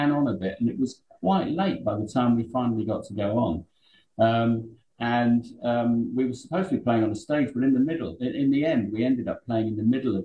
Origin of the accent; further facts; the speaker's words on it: southern England, United Kingdom; accent: southern twang; now in Birmingham, United Kingdom; I came from down south, as you can probably detect from my accent. Even though I've been here since 1980, I don't seem to have completely lost that southern twang.